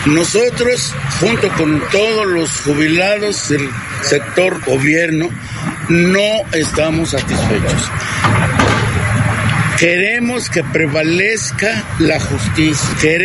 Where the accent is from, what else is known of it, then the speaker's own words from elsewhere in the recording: Mexico; porque somos mexicanos